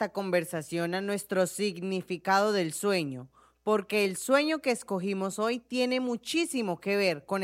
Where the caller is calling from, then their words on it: Río Hato, Coclé, Panama; de Río Hato.